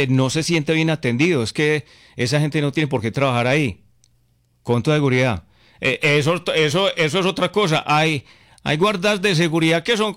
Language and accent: Spanish; Concordia, Antioquia, Colombia; now in Medellín, Colombia; La moto está en Concordia. La moto está en mi pueblo.